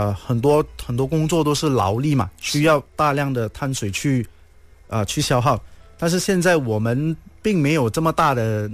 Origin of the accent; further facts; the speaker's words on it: Malaysia; 尤其是我们马来西亚人人均吃货嘛。